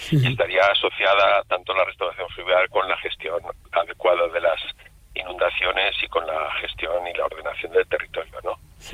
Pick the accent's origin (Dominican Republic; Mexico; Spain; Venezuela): Spain; Logroño, La Rioja; born there; moved away; Yo que nací en Logroño y relativamente cerca, en la calle R. Díaz